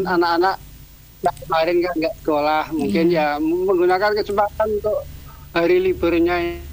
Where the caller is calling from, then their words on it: Indonesia; Kalau di tempat saya, di kampung saya, di Centong itu ada 26 kambing